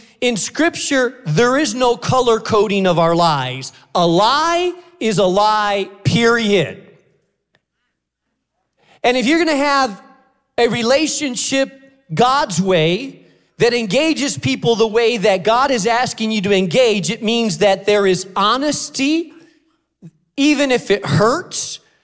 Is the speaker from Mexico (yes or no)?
no; Spain; now in United States; And so I grew up in Spain. Everywhere outside of my house, I spoke Spanish, Castilian Spanish. In my house, I spoke English because my house, my parents were Americans